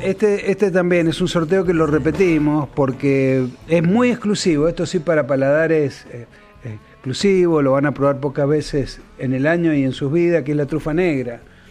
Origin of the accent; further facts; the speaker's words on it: Italy; porque yo soy, como italiano, soy tifoso de la Ferrari.